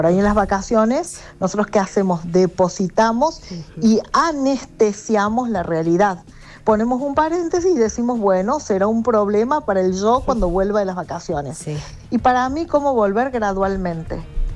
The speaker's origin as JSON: {"language": "Spanish", "country": "Argentina", "said": "lo más fuerte que tenemos los argentinos es que somos muy buenos saliendo adelante de las crisis"}